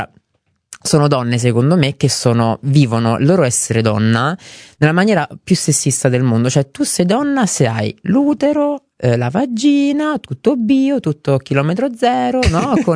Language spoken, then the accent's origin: Italian; Reggio Calabria, Calabria, Italy; moved away; io sono di Reggio Calabria, una famiglia calabrese